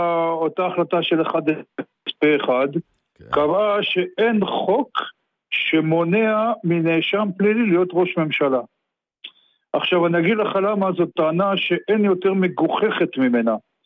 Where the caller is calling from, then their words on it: Petah Tikva, Central District, Israel; אני מפתח תקווה.